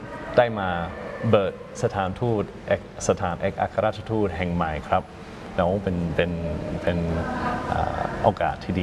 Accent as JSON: {"language": "Thai", "country": "Australia", "second_language": "Thai", "lives_now": "Thailand", "said": "แต่ว่ารัฐบาลของออสเตรเลียเราต้องการให้นักการทูตพูดภาษาอื่นรวมถึงภาษาไทยด้"}